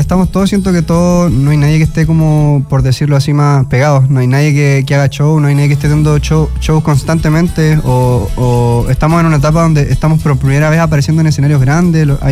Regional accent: Los Lagos, Chile; Cada vez que vuelvo a Chiloé, vuelvo a hablar cantado y todo, pero claro, yo llevo harto tiempo acá, entonces mi acento...

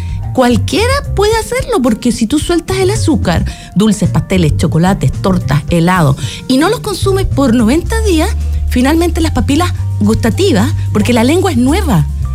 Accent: Chile; nos es muy difícil como chileno

